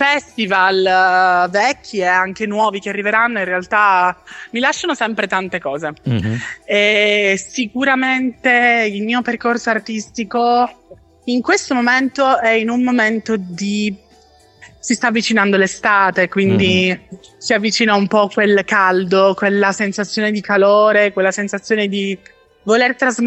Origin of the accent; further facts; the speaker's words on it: Catania, Sicily, Italy; Io provengo da Catania ed è una città molto, molto viva